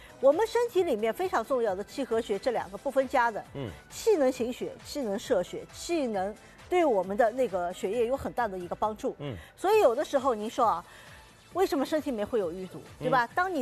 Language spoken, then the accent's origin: Chinese; China; 我们中国人